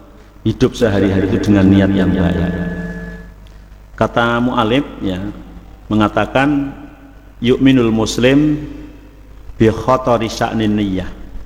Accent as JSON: {"language": "Indonesian", "town": "Semarang", "region": "Central Java", "country": "Indonesia", "said": "Saya dari Semarang alhamdulillah bisa sampai sini"}